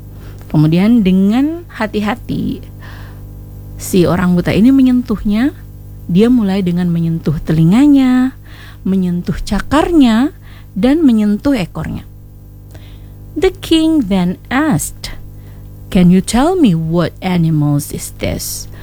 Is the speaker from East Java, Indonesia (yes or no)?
no; South Sulawesi, Indonesia; kalau kita orang Bugis bilang letuk memeni napa cukaki lo gitu, kalau bahasa Bugisnya kayak gitu.